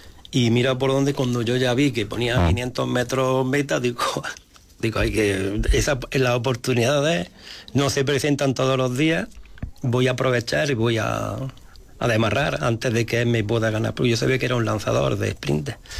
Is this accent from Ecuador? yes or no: no; Alhendín, Andalusia, Spain; born or raised there